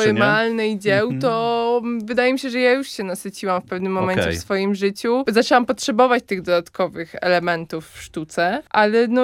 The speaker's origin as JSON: {"language": "Polish", "town": "Łódź", "region": "Łódź Voivodeship", "country": "Poland", "tie": "born there", "also_born_or_lived": "Warsaw", "said": "Jestem łodzianką z przywiezienia, jak miałam tutaj 2 dni, z Warszawy, więc jestem trochę stolicowa, trochę łódzka."}